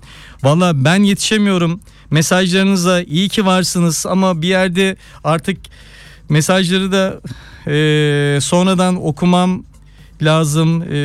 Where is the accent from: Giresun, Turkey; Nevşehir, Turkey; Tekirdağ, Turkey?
Giresun, Turkey; Görele; also born or lived in Eskişehir / Malatya; Ben Giresunluyum, Giresun Göreleliyim bu arada. Çok kalmadık ama babamız memurdu, o yüzden Türkiye'nin her tarafını dolaştık. Eskişehir, Malatya.